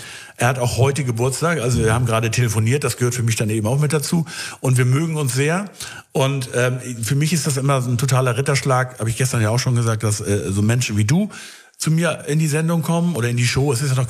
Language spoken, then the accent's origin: German; Northern Germany, Germany; Du kommst ja aus Frankfurt, ich komme ja aus dem Hohen Norden, aber ich bin ja in Hessen auch nicht ganz unbewandert.